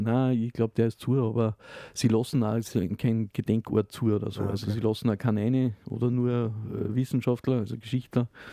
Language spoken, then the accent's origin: German; Upper Austria, Austria; Ich als Oberösterreicher muss das jetzt noch bringen.